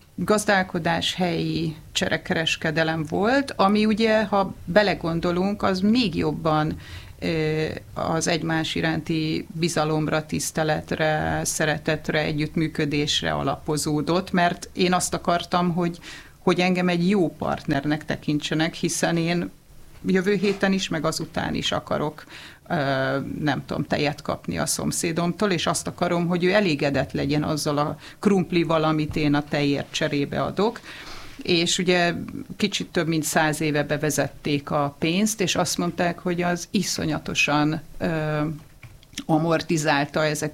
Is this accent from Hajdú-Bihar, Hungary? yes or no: no; Budapest, Hungary; Tehát én Budapesten születtem, Budapesten éltem mindig.